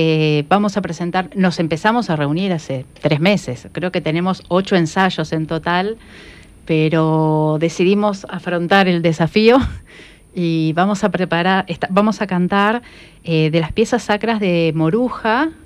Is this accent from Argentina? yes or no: yes; San Martín de los Andes, Neuquén, Argentina; tienen miembros que somos de San Martín de los Andes